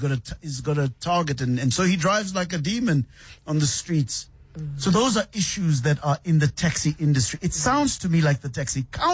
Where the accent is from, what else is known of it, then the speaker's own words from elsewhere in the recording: Mamelodi, Gauteng, South Africa; See, I'm from Mami Lodi.